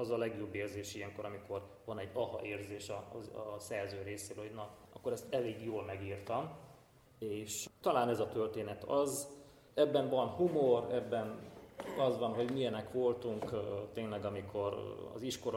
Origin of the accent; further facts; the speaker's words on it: Fugyivásárhely, Bihor, Romania; also born or lived in Oradea; Nagyváradi születésű vagyok, Fugyivásárhelyen nőttem fel.